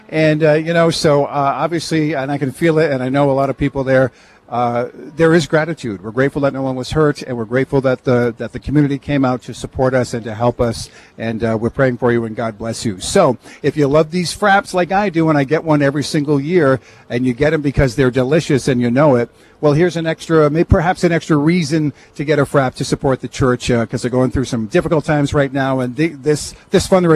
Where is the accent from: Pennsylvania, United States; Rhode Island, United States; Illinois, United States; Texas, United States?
Rhode Island, United States; I grew up in Rhode Island